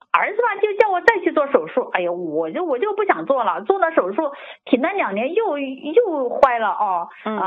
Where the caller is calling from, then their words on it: Wuhan, Hubei, China; 我是武汉的啊。